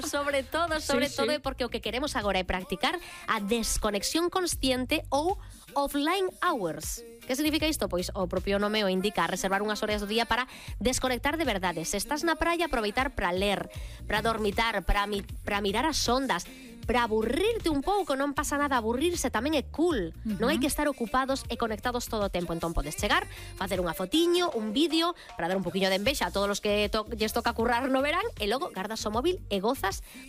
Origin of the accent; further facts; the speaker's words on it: Galicia, Spain; Non, mira que somos de Bodente en Galicia, pero bueno, son estilos.